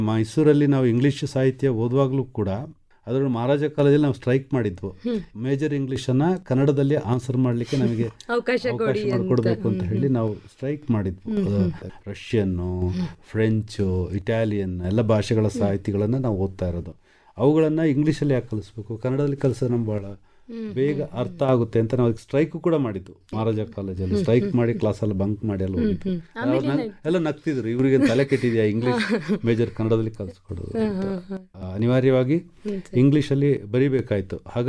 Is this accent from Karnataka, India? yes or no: yes; Kodagu, Karnataka, India; first language Malame (Malayalam dialect); Kannada is a second language; ನಾನು ಹುಟ್ಟಿದ್ದು ಕೊಡಗಲ್ಲಿ, ಅಲ್ಲಿ ನನ್ನ ಮಾತೃಭಾಷೆ ಮಲಯಾಳ. ಮಲಯಾಳ ಮಾತೃಭಾಷೆ ಅಂದ ತಕ್ಷಣ ನಾನು ಮಲಯಾಳಿ ಅಲ್ಲ, ಯಾಕೆಂದ್ರೆ ನಮ್ಮ ಮಾತೃಭಾಷೆಗೆ ಸ್ಕ್ರಿಪ್ಟ್ ಇಲ್ಲ, ಲಿಪಿ ಇಲ್ಲ.